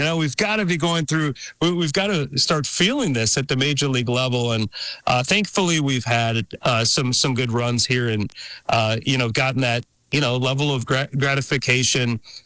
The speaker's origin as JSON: {"language": "English", "town": "Detroit", "region": "Michigan", "country": "United States", "tie": "born or raised there"}